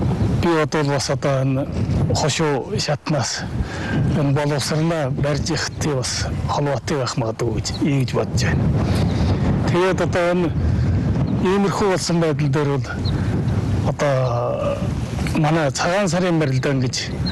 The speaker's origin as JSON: {"language": "Mongolian", "area": "Hulunbuir", "region": "Inner Mongolia", "country": "China"}